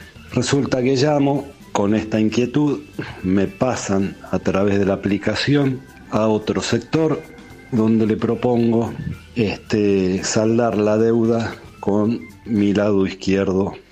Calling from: Lanús, Buenos Aires Province, Argentina; de Lanús.

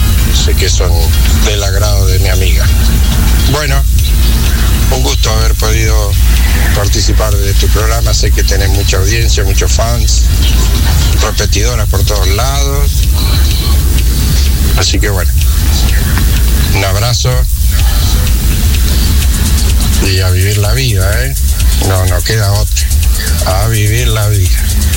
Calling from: Bahía Blanca, Buenos Aires Province, Argentina; de Bahía Blanca, incorporándome al trabajo rumbo a Santa Rosa, La Pampa, desde Bahía Blanca

